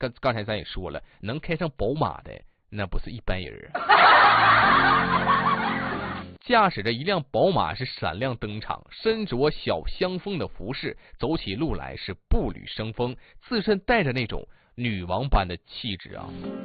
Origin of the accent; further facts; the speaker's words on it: Northeast China, China; 咱们东北话